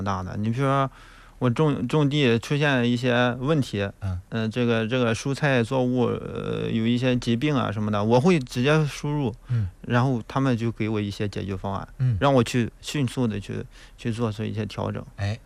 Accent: Rizhao, Shandong, China; also born or lived in Qingdao; now in Feicheng, China; 我是老家是日照人。

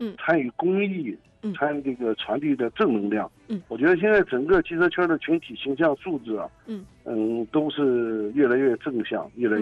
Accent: Shandong, China

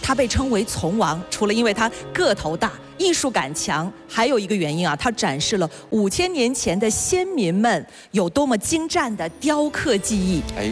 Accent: Shandong, China; now in Zhejiang, China; 但我是山东人，今天真高兴回家了。

